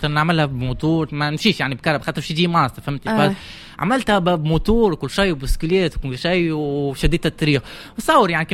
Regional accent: Tunisia; نشرف بلادي تونس

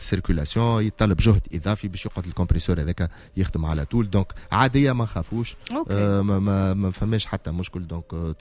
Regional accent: Tunis, Tunis Governorate, Tunisia; born there; والله احسن بلاصه هي مسقط راسي هي لافايت

